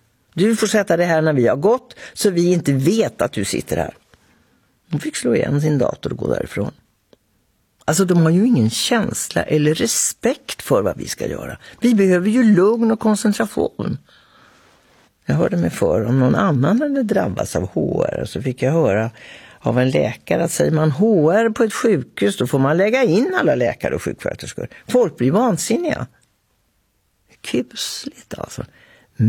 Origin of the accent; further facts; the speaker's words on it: Linköping, Östergötland, Sweden; Jag är från Linköping, han från Grisslehamn.